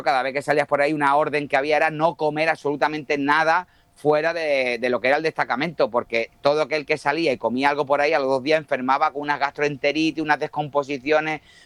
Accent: Spain; nosotros que venimos de Europa, de España

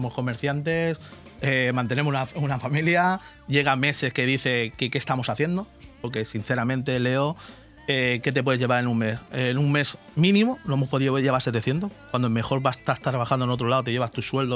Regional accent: Villajoyosa, Valencian Community, Spain; Todos los comercios de Villajoyosa no tenemos ayuda ninguna.

